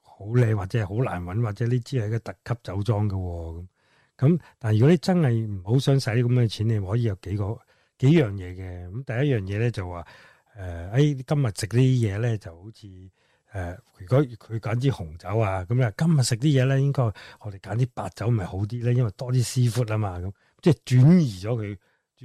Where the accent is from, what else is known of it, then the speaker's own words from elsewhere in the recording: China; 特别系我哋中国人，即系都预咗系男仔俾钱噶啦，系嘛？